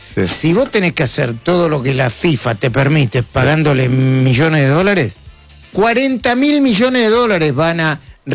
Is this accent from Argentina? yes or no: yes; Argentina; yo ADN argentino.